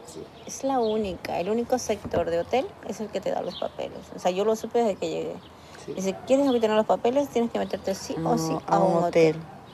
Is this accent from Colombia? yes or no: yes; Colombia; now in Spain; Sí, yo soy colombiana. Bueno, colombiana, llevo 25 años en España, pero soy de Colombia.